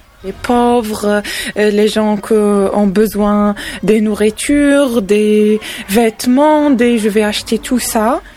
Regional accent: Algeria; moved away as an adult; now in France; 33 ans. Je suis une maman d'un enfant de 2 ans. Je suis algérienne.

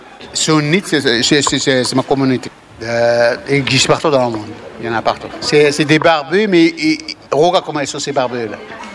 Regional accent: Morocco; moved away as an adult; now in France; je suis né au Maroc, je connaissais la liberté marocaine, j'ai grandi dans les montagnes, j'ai lu le Coran, et j'ai grandi dans une liberté totale.

